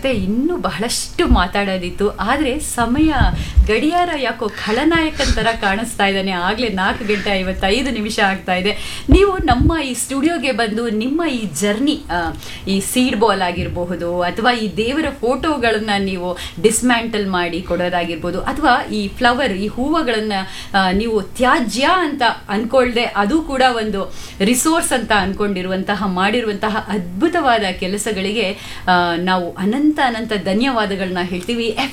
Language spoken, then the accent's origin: Kannada; Bengaluru, Karnataka, India; ನಾವು ಬೆಂಗಳೂರಿನವರು